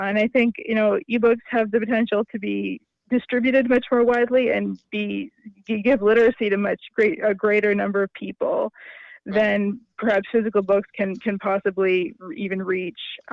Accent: Nova Scotia, Canada; I'm from Nova Scotia originally, yeah.

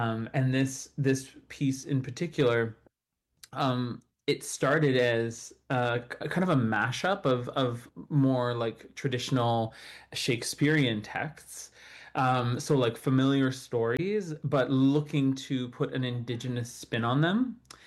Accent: Ontario, Canada; now in Vancouver, Canada; I'm Anishinaabe from the Matagami First Nations in Northern Ontario and also French, Canadian, and Irish.

